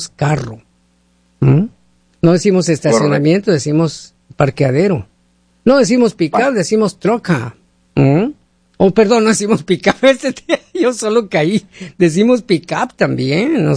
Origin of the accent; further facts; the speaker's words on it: Mexico; Fíjate nomás, y muchos venimos de México, como tú y yo.